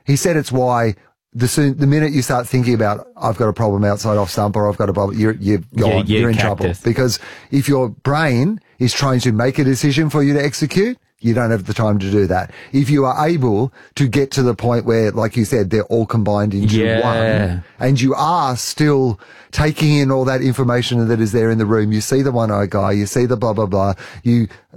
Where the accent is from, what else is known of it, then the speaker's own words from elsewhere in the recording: Australia; I did gigs in New Zealand that very much are like as an Australian doing comedy in New Zealand.